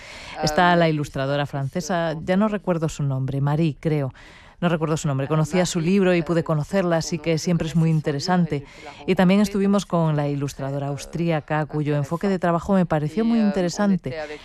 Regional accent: Poland; moved away; ya que soy polaca

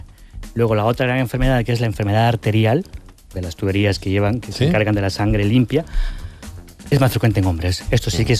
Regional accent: El Salvador; now in Spain; Soy de Salvador.

